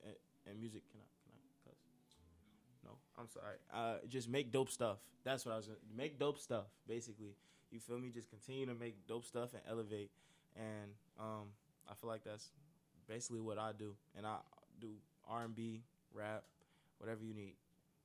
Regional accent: Maywood, Illinois, United States; I'm from Chicago, the West Side, from Maywood

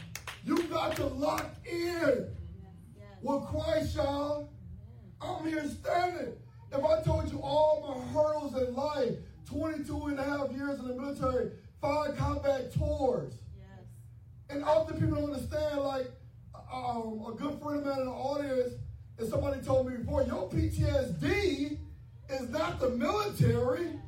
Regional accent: Detroit, Michigan, United States; I'm from the Don River area. Ecorse River in South Detroit.

